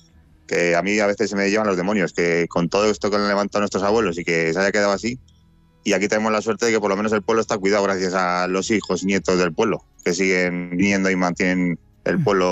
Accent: Idiepal, Castilla-La Mancha, Spain; Sí, yo soy de un pueblecito de Guadalajara que se llama Idiepal, que está al lado de Guadalajara. Y ahí es donde me he criado realmente

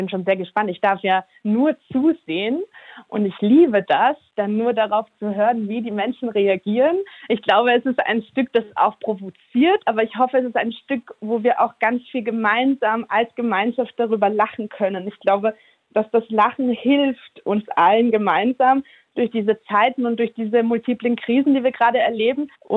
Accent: Vienna, Austria; Also als Wienerin kann ich das wirklich sagen

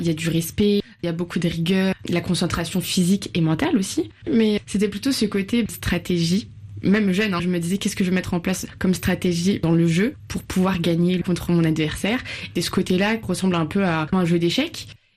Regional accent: France; J'ai grandi avec une culture algérienne à la maison avec mes grands-parents et puis à l'école plutôt française et dans l'éducation. Je me suis toujours bien sentie en tant que française et algérienne et notamment franco-algérienne.

